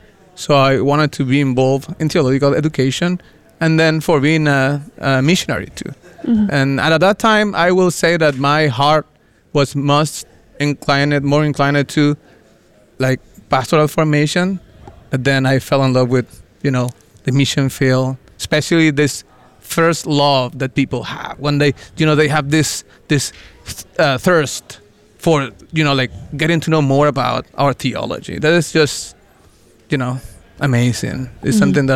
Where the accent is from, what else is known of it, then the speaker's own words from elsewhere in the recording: Maturín, Monagas, Venezuela; moved away; I grew up in the Lutheran church, was raised there, became involved with music from very early in my life, and then became a leader of our church there in Maturin, the east side of Venezuela